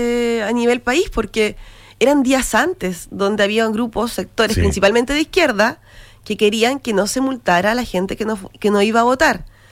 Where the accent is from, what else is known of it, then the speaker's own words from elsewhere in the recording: Chile; nos ocurre constantemente como chilenos